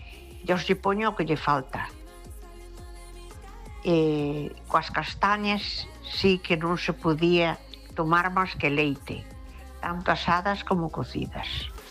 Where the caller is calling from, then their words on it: Ferrol, Galicia, Spain; Bueno, buenas noites … de Ferrol.